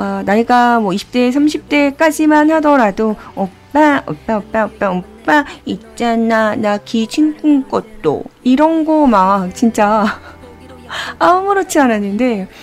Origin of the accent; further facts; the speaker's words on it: Chungcheong, South Korea; 저는 충청도 사람이니까